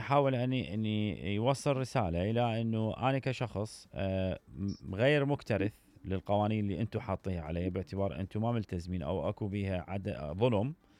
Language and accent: Arabic; Iraq; moved away